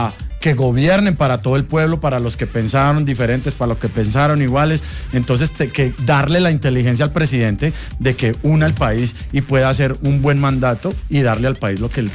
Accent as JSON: {"language": "Spanish", "country": "Colombia", "said": "Como toda colombiana, como yo como colombiano, puedo escribir una carta"}